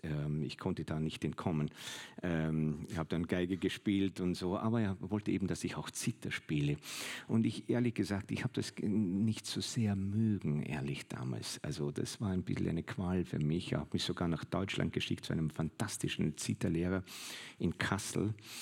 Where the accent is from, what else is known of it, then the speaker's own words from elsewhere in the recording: Vienna, Austria; Aber ich bin in Wien musikalisch aufgewachsen, das möchte ich schon sagen.